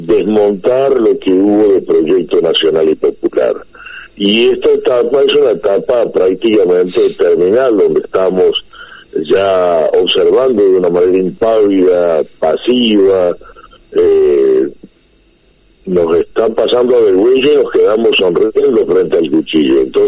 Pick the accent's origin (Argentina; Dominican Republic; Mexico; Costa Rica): Argentina; quién realmente de los que vivimos en esta parte ya nos sentimos argentinos